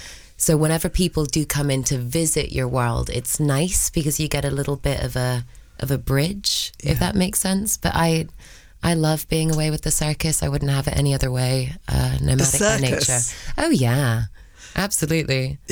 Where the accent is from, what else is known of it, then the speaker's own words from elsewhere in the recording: London, United Kingdom; born there; English is a second language; also born or lived in Argentina; I moved to London when I was six. I learned English when I was eight.